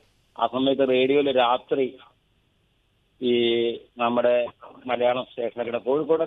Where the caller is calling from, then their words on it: Vallikkunnu, Kerala, India; എന്റെ അരിയല്ലൂരാണ്